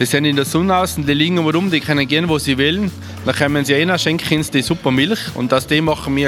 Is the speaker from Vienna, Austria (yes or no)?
no; Tyrol, Austria; Wir sind Tiroler, wir sind alle Tiroler, also kauft es einfach Tiroler Sachen